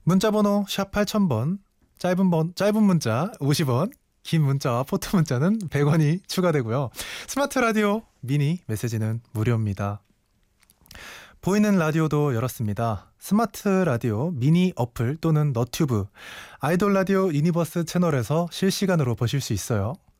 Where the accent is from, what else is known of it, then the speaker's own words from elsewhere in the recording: Cheonan, South Chungcheong, South Korea; born there; 충청남도 천안에서 태어났고요. 02년생입니다.